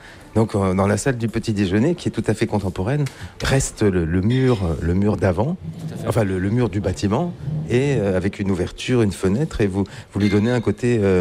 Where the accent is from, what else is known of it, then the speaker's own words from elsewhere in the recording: Grand Est, France; moi je viens de Lorraine, en Lorraine